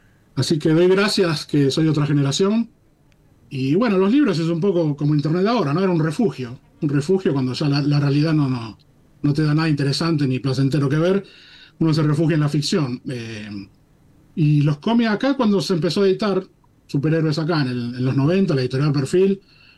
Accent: Argentina; escribirla como un argentino.

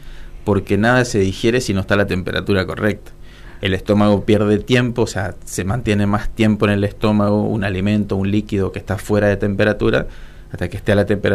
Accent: Corrientes, Argentina; No, de donde yo vengo, pues yo soy del interior de Corrientes, había taekwondo

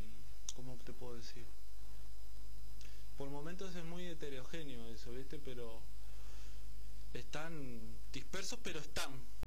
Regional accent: Quilmes, Buenos Aires Province, Argentina; also born or lived in La Boca, Buenos Aires; soy hijo de paraguayo, yo tengo sangre guaraní, mi familia es paraguaya, yo soy argentino, nacido en La Boca, pero criado en Villa Itatí.

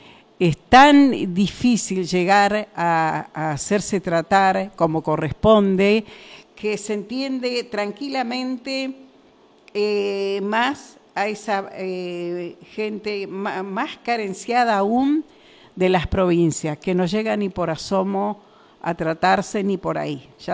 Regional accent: Argentina; Somos todos argentinos

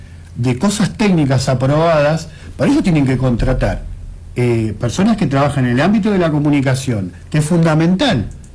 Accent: Neuquén, Argentina; Soy vecino, soy neuquino

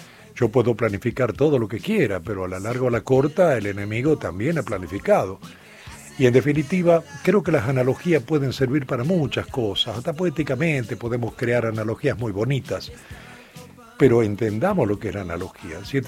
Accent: Argentina; como los argentinos, hasta donde yo sé, no somos extraterrestres, sino bastante terráqueos

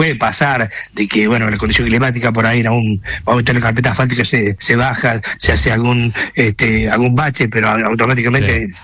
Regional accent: Punilla, Córdoba, Argentina; los punillenses que habitamos este querido departamento

